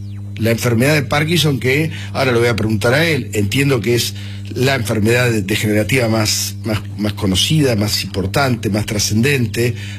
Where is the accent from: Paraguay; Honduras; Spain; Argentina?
Argentina; los argentinos somos muy, muy materos